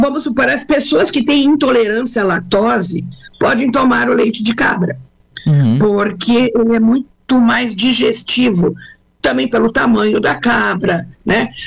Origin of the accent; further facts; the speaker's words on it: Rio Grande do Sul, Brazil; now in Arroio do Silva, Santa Catarina, Brazil; Eu sempre fui professora, muito urbana, sempre morei em cidade, sou do Rio Grande do Sul, e nós tínhamos casa aqui no Arroio.